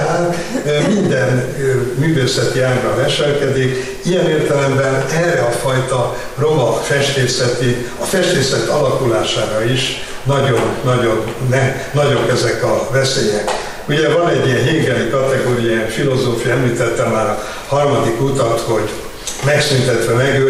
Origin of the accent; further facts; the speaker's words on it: Hungary; A magyar nyelvvel őrizzük magunkat, hogy magyarok vagyunk